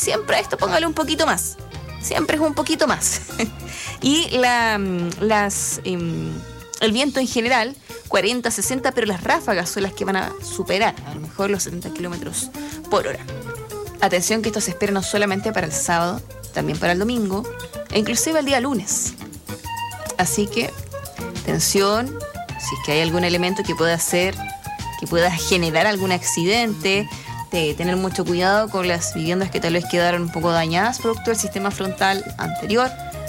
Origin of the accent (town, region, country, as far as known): Chile